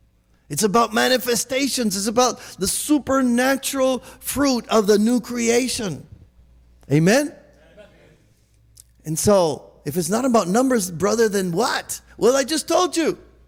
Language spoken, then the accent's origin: English; Torreón, Coahuila, Mexico; moved away; I went to my hometown, Torreon